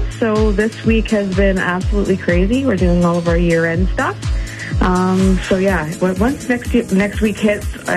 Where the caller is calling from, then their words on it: Chilliwack, British Columbia, Canada; I'm calling from Chilliwack.